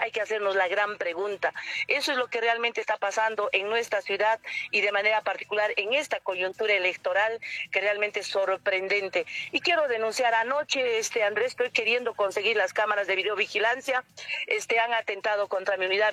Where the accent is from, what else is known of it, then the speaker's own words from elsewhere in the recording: Cusco, Peru; para mí, como santiaguina